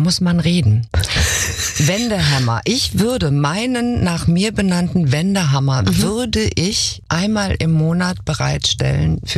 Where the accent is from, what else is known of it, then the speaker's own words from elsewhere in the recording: Viernheim, Hesse, Germany; Ich komme aber aus Firnheim.